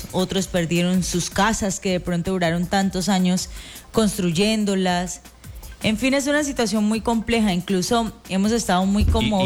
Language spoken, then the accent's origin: Spanish; Colombia; somos colombianos todos